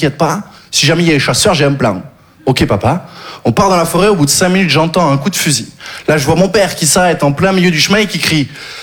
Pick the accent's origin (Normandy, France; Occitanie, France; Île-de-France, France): Occitanie, France; Je viens du Sud, j'ai grandi dans le Gard.